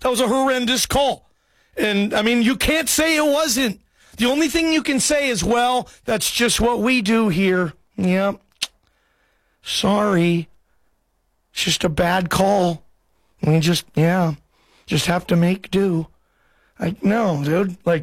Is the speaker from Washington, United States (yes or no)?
yes; Seattle, Washington, United States; Guys, I'm from Seattle. I've seen more games in that stadium than any stadium ever. It's going to be weird seeing, like, my stadium.